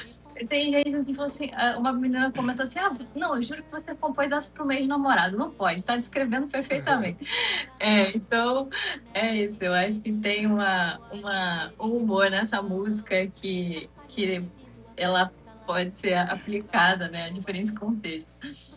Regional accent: Brazil

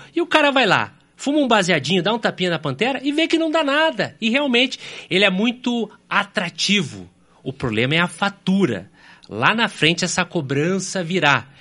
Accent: Curitiba, Paraná, Brazil; born there; Sou nascido em Curitiba, no Hospital Pilar, no bairro Pilarzinho.

